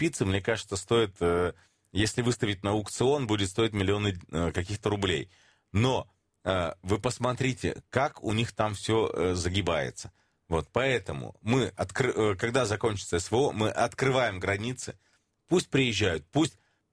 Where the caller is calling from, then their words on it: Minsk, Belarus; Ну, я здесь из Минска могу сказать